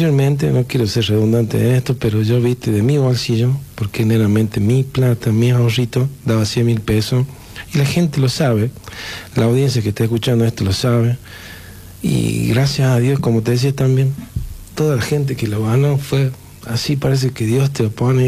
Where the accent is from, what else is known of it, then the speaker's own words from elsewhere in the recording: Famatina, La Rioja, Argentina; Yo vengo de una familia pobre, sé lo que es la pobreza, ¿me entendés? Amo Famatina porque vengo de Famatina. En mi familia toda de Famatina.